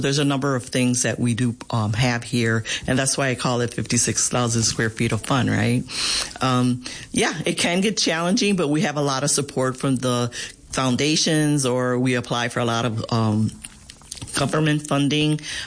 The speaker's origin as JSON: {"language": "English", "town": "Buffalo", "region": "New York", "country": "United States", "tie": "born or raised there", "said": "Being born and raised in Buffalo and living most of my life on the west side"}